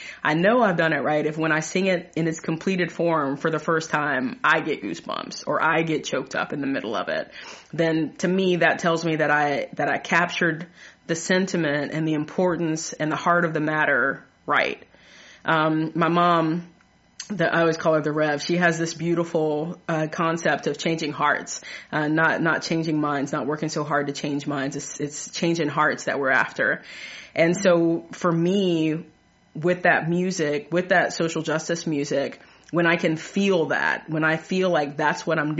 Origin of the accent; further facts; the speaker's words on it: the South, United States; I grew up in the South